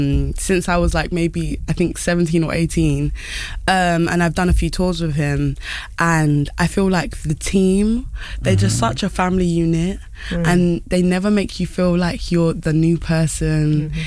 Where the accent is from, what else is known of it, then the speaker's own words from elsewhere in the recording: London, United Kingdom; Proper British, I'm a Londoner.